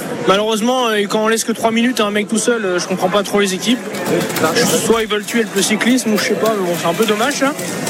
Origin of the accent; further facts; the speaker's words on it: France; c'est une chance incroyable de pouvoir faire ça sur le Tour de France en tant que Français.